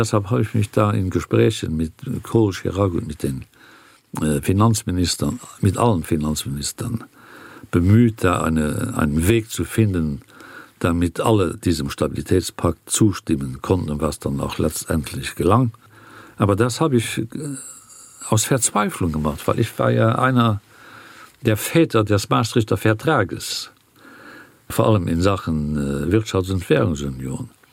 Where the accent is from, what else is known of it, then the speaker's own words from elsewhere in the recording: United Kingdom; German is a second language; dann muss ich sagen, als ein Brite, der den Euro gerne hätte, aber nicht darf, weil seine Regierung dagegen ist, dann kriegt auch ihr den Euro nie.